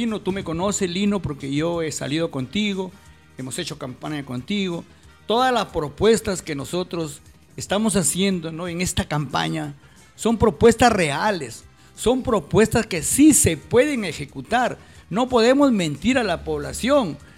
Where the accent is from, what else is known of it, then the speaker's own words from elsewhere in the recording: Olmos, Lambayeque, Peru; mi pueblo de Olmos